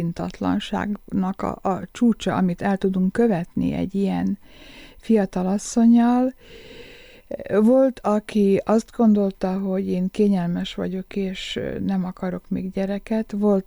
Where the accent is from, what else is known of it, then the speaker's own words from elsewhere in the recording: Békés, Hungary; a férjem ezt meghozta, ezt az áldozatot, hogy ő visszajött velem az én szülővárosomba.